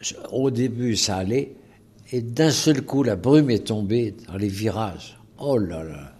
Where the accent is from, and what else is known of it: Rochefort, Nouvelle-Aquitaine, France; born there